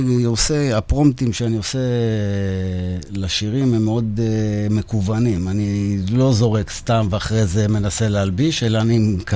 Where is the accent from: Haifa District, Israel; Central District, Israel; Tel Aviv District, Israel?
Haifa District, Israel; Haifa; גדלתי בחיפה.